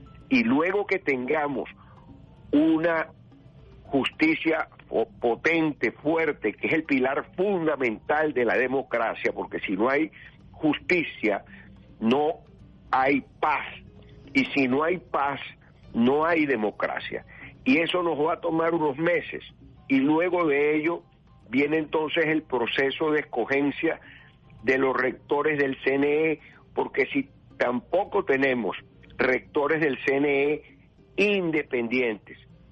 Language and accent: Spanish; Venezuela; nosotros, siendo ciudadanos venezolanos